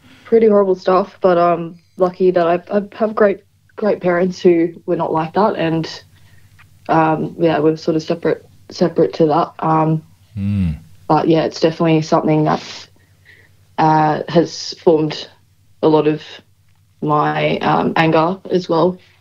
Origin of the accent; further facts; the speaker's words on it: Toowoomba, Queensland, Australia; also born or lived in Sydney; I was born in Queensland. Okay. I grew up in Queensland, but yeah, I was living in Sydney for a few years, just briefly.